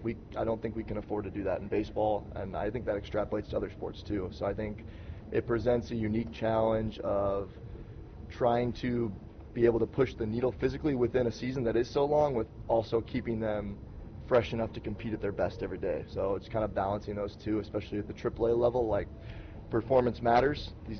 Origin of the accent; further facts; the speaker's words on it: Iowa, United States; I was able to land up in my home state. It's obviously a whole lot different from the DR, but it's good to be able to see my family a lot more.